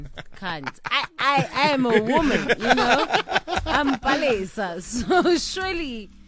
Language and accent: English; South Africa; I am a South African first. Let's say it again. I am a South African.